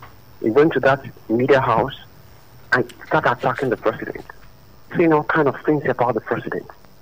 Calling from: Nigeria; I'm from Yanapaja.

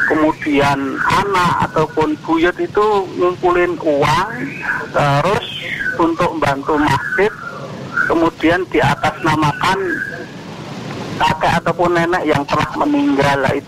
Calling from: Sukoharjo, Central Java, Indonesia; Dengan Pak … lagi, Pak, di Sukoharjo.

